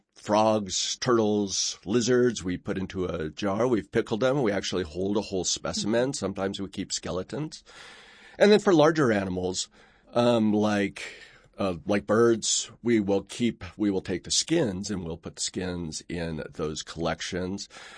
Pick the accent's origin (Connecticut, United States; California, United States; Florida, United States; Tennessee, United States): California, United States; El Cajon; I grew up in Southern California. So in a place called El Cajon, which is outside of just east of San Diego.